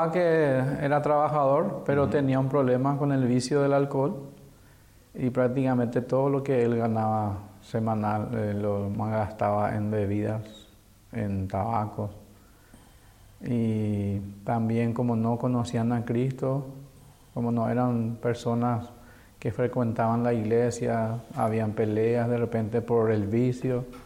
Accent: Asunción, Paraguay; Crecí en Asunción. Somos 7 en mi familia. Yo soy el segundo. 5 varones, 2 nenas, papá y mamá.

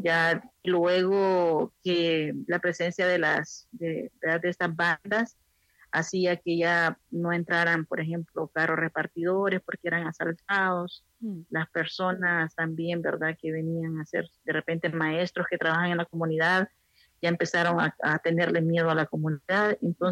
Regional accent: Santa Bárbara, Honduras; born there; also born or lived in San Pedro Sula, Honduras; Nací en una aldea en Santa Bárbara, Honduras. Soy la segunda hija de 4 hijas y un hermano.

